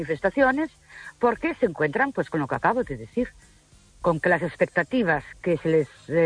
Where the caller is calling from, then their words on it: Ourense, Galicia, Spain; Buenas noches … de Ourense.